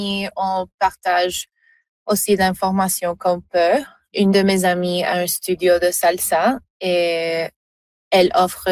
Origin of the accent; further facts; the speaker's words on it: Colombia; now in Toronto, Canada; Même si je vis à Toronto, la Colombie est toujours mon pays. Ma famille est là-bas et j'ai toujours un lien très fort avec le pays.